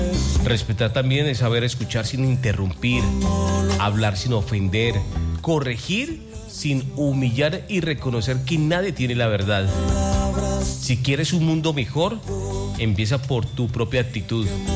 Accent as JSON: {"language": "Spanish", "town": "Cúcuta", "region": "Norte de Santander", "country": "Colombia", "tie": "born or raised there", "said": "Muchos no somos de Cúcuta, no somos nacidos en Cúcuta, pero nos hemos educado, criado y nuestra familia ha crecido aquí en Cúcuta. Por eso nos sentimos orgullosos de decir, vivo en Cúcuta, soy cucuteño."}